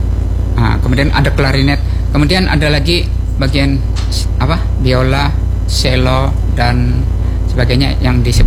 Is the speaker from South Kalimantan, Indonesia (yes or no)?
yes; South Kalimantan, Indonesia; ujar kita tuh Banjar tuh telinga ringkingan. Terlalu peka.